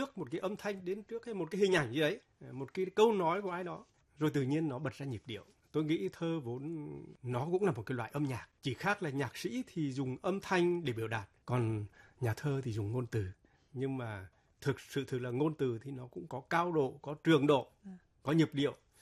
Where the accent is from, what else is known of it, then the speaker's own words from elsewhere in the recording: Hà Tĩnh, Vietnam; moved away; Quê tôi Hà Tĩnh